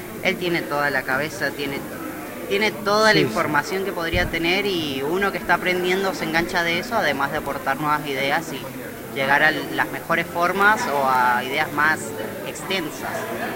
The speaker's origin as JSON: {"language": "Spanish", "region": "Mendoza", "country": "Argentina", "said": "yo soy mendocino."}